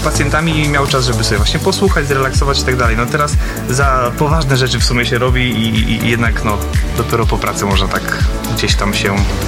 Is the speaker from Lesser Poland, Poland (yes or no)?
no; Jastrzębia, Masovian Voivodeship, Poland; my nie mieszkaliśmy w Radomiu, tylko jesteśmy z Jastrzębi, z gminy Jastrzębia